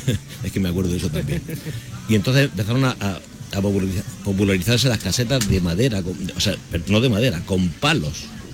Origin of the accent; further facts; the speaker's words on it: Pulpí, Andalusia, Spain; soy almeriense, pero soy pulpileño.